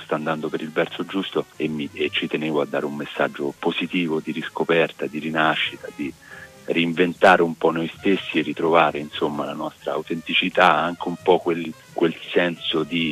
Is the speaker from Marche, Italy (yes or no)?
yes; Marche, Italy; io sono marchigiano